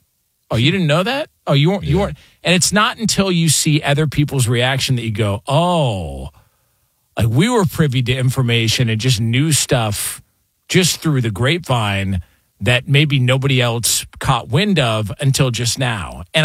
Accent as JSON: {"language": "English", "region": "California", "country": "United States", "tie": "born or raised there", "said": "Like, man, I grew up in Southern California."}